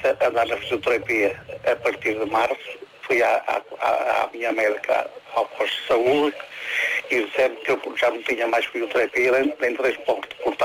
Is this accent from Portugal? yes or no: yes; Portugal; now in Porto, Portugal; eu sempre vivi em Portugal, nasci em Portugal, a 23 de novembro de 47.